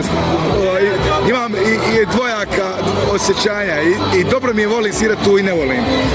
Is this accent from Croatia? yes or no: no; Mostar, Federation of Bosnia and Herzegovina, Bosnia & Herzegovina; iako smo sad državna grupa iz cijele BiH, samo sam ja iz Mostara